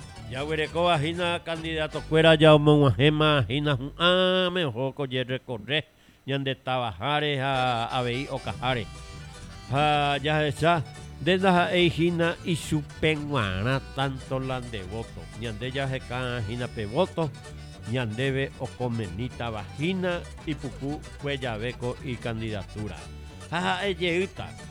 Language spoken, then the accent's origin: Spanish; Paraguay; Digo, como hombre, como paraguayo, dere, joan, arebotá.